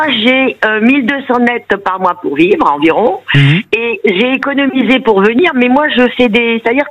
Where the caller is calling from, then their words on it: Bergerac, Nouvelle-Aquitaine, France; Alors, en fait, moi, j'habite à Bergerac